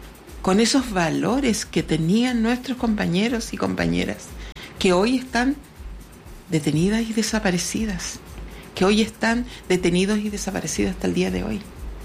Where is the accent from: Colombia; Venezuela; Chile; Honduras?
Chile; cada uno de nosotros que somos el pueblo de Chile.